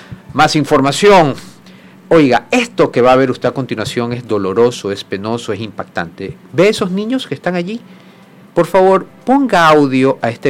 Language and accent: Spanish; Ecuador; Yo soy un simple ecuatoriano más